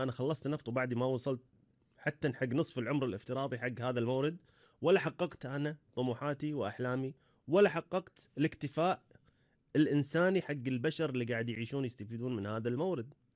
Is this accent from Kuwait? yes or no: yes; Kuwait; عندنا بالكويت